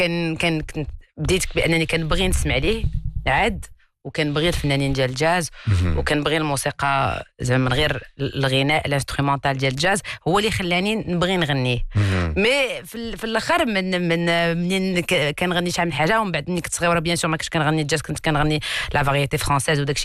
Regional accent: Algeria; من الجزائر. نعم. كاينه جمعه مول البلاد اصلا، دونك حنا تما، دونك حنا مول البلاد.

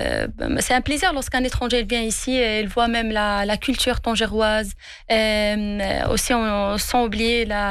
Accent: Morocco; C'est sûr, on est des Marocains quand même.

